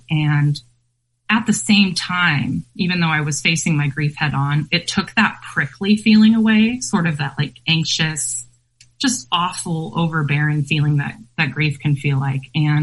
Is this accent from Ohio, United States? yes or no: no; University Place, Washington, United States; born or raised there